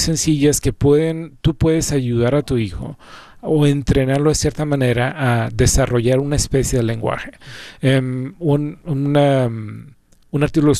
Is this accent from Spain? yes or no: no; Mexico; Creo yo que en los países latinos, yo soy de México, somos más a que actúas.